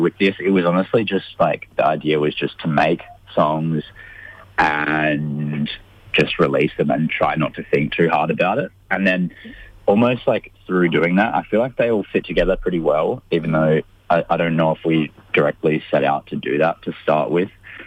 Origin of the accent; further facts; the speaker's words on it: Albany, Western Australia, Australia; the hometown that we grew up in Western Australia, called Albany.